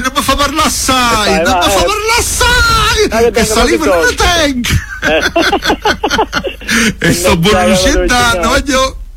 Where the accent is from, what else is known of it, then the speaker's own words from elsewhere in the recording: Torre del Greco, Campania, Italy; born there; sono nato a Torre del Greco.